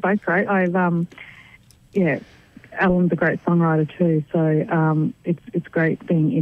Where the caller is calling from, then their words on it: Queensland, Australia; I'm calling from Balbo Park, which is near Ipswich in Queensland.